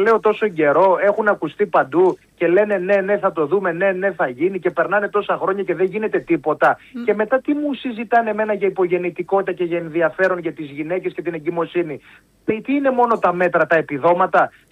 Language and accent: Greek; Greece; εμείς δεχόμαστε ως Έλληνες, ως πατριώτες